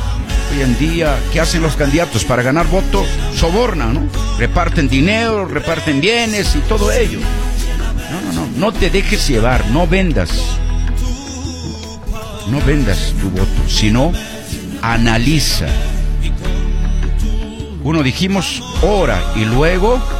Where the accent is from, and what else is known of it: Peru